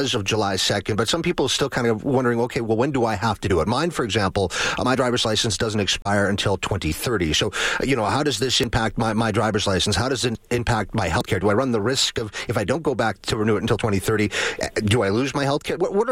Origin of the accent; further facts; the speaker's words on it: Canada; What tangibly does this provide me as a Canadian citizen?